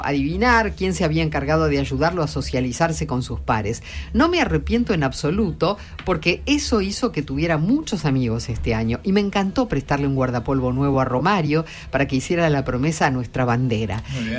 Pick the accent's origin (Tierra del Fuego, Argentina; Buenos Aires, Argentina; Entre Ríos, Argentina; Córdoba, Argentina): Buenos Aires, Argentina